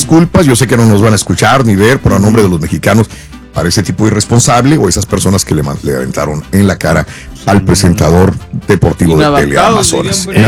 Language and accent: Spanish; Mexico; Sí, sí, así sí. Somos los mexicanos.